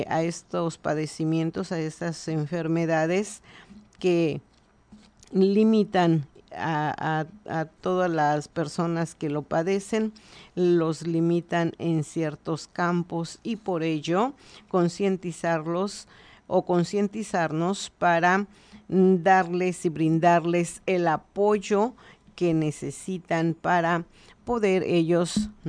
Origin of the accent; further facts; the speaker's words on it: Guerrero, Mexico; Qué bonita es mi tierra